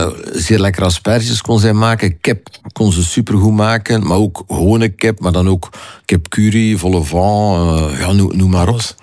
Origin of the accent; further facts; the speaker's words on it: Zottegem, East Flanders, Belgium; born there; also born or lived in Herzele; Dan ben ik geboren. Ik ben geboren in Zottegem. Ik heb gewoond in Herzelen, maar ook, ja, dat was altijd het ziekenhuis dichtstbij zijn waar ik woonde. Mijn ouders waren van daar